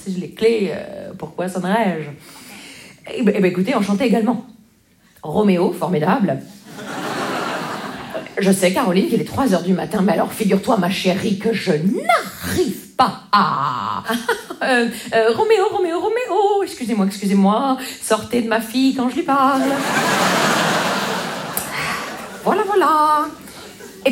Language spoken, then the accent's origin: French; Grand Est, France; Vous savez, moi, je viens des Vosges.